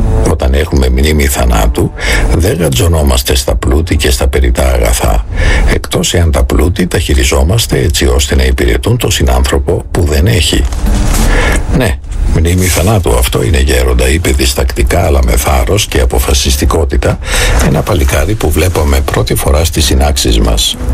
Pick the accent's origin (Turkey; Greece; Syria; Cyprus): Syria; Greek is a second language; Μια μέρα μπήκαν οι αντάρτες, οι φανατικοί Ισλαμιστές στο σπίτι μας, που βρισκόταν σε μια παραθαλάσσια μεσογειακή πόλη της Συρίας.